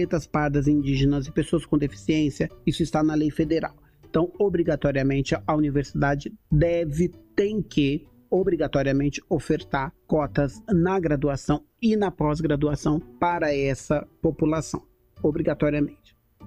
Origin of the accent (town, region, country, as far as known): Osasco, São Paulo, Brazil